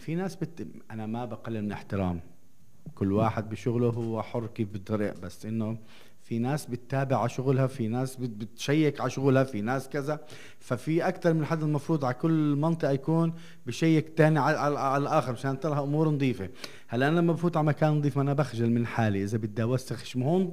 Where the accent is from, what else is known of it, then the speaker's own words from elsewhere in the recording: Nablus, West Bank, Palestine; الكثافه السكانيه كثرت عندنا بنابلس